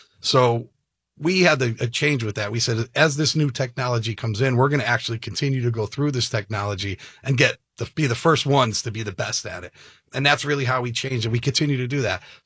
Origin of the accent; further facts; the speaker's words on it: Connecticut, United States; now in Inland Empire, United States; I'm from Connecticut originally.